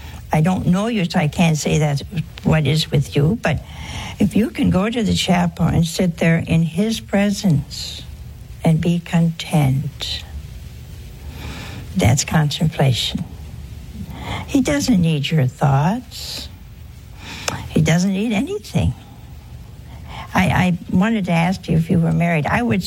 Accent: Ohio, United States; born there; Oh, hey, that's my home state.

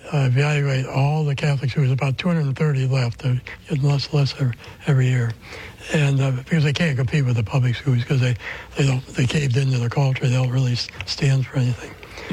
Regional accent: Michigan, United States; moved away

